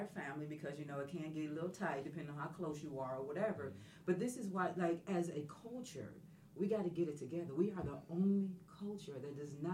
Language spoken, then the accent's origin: English; Chicago, Illinois, United States; moved away; Because I moved down. I'm from Chicago. I moved down here 8 years ago.